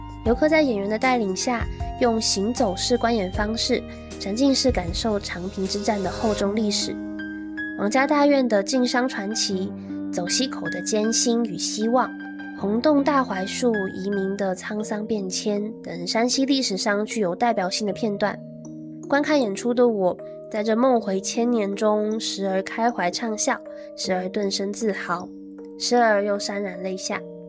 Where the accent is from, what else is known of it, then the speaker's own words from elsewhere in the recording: Taiwan; 大家好，我是来自台湾的